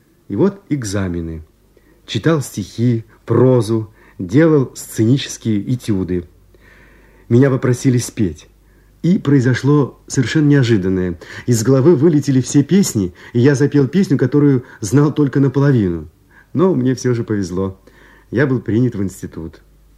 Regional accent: Altai Krai, Russia; now in Moscow, Russia; Я сибиряк, родился на Алтае.

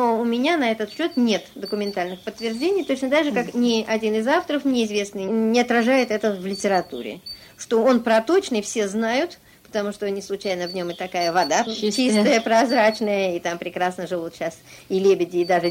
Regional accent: Saint Petersburg, Russia; Я родилась в Ленинградке, коренная ленинградка, и очень люблю свой город.

